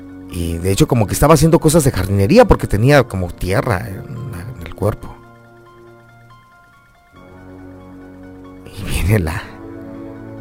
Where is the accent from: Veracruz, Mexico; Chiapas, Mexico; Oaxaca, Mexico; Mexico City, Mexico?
Chiapas, Mexico; born there; also born or lived in Huixtla / Tapachula; now in Tuxtla Gutiérrez, Mexico; La última vez que me vine de Tapachula para Tuxtla, que fue en el año 2007, aquí estudié la prepa. Pero la universidad la estudié allá, en Tapachula. Y en Huixtla, mi secundaria.